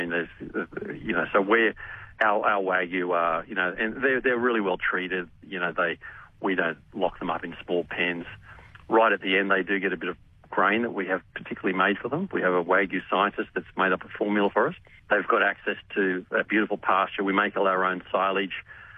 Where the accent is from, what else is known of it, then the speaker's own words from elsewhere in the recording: Armidale, New South Wales, Australia; now in Robertson, Australia; I grew up in Armidale, so it's like a tropical climate for me.